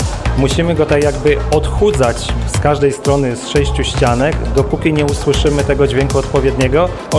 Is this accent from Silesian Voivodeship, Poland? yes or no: yes; Będzin, Silesian Voivodeship, Poland; z Będzina.